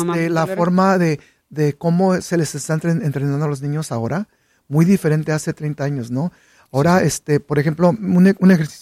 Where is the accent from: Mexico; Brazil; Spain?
Mexico; nos afectó un poco como mexicanos